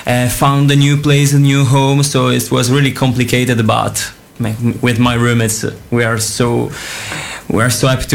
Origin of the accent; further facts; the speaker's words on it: Italy; moved away as an adult; now in Dubrovnik, Croatia; I'm from Italy